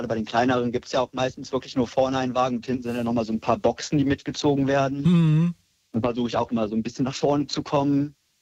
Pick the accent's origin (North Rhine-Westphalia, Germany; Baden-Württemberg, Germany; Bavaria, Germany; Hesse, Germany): North Rhine-Westphalia, Germany; Solingen; Also hier in meiner Heimatstadt, Solingen, da ist der CSD so ein bisschen gewachsen